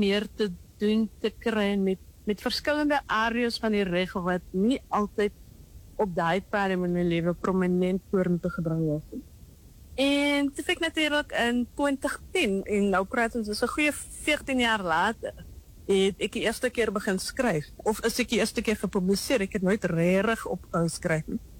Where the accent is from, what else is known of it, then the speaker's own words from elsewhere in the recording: Grabouw, Western Cape, South Africa; Ek het op Grabouw groot geword, waar ek nou weer bly, ek was vir lang tyd bly.